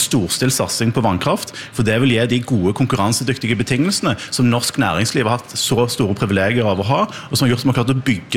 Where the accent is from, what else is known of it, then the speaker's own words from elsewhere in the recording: Rogaland, Norway; der jeg kommer fra i Rogaland, kan du omtrent ikke snu deg rundt uten å se vindmøller